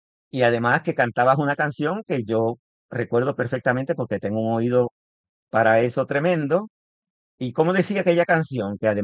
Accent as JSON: {"language": "Spanish", "country": "Puerto Rico", "said": "Estamos orgullosos de ti como puertorriqueños y tú siendo puertorriqueña de pura cepa."}